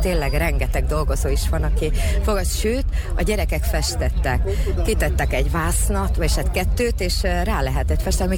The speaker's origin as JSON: {"language": "Hungarian", "town": "Subotica", "region": "Vojvodina", "country": "Serbia", "said": "Így, szabadkaiak vagyunk, jó napot kívánok!"}